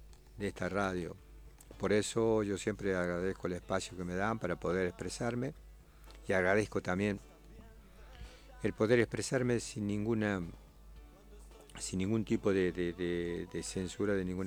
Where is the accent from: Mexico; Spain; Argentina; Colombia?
Argentina; allá en el pueblo, en mi pueblo, en Ballester